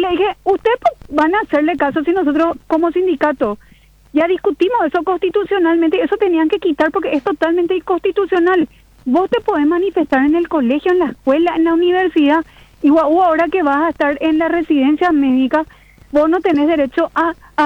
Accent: Paraguay; qué es lo que nosotros queremos como paraguayos?

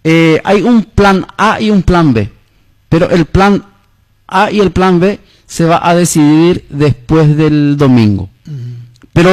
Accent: Paraguay; nosotros somos ciudadanos paraguayos

